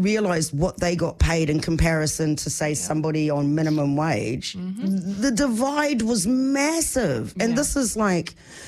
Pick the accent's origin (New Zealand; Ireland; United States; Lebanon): New Zealand; also born or lived in Australia